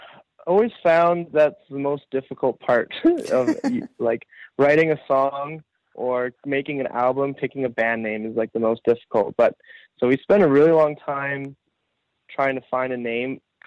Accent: Calgary, Alberta, Canada; we're all from Calgary. And we're all different, slightly different ages.

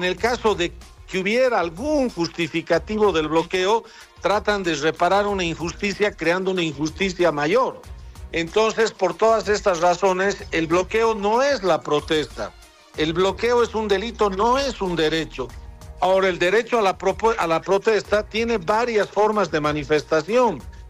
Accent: Bolivia

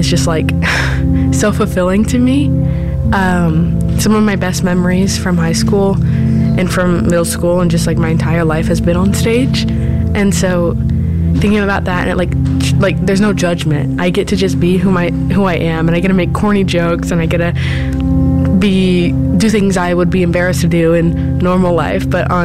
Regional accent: Indianapolis, Indiana, United States; I'm from Indianapolis.

